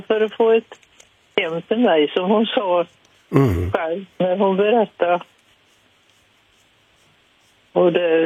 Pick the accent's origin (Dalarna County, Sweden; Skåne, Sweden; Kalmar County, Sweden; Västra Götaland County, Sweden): Västra Götaland County, Sweden; Ulricehamn; born there; also born or lived in Finland; now in Skövde, Sweden